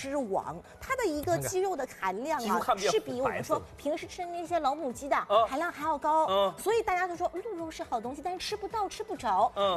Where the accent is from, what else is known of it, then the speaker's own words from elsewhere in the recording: Shanghai, China; 我是上海人